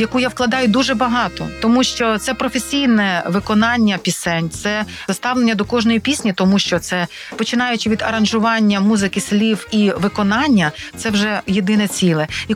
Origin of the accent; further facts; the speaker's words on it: Ternopil, Ternopil Oblast, Ukraine; born or raised there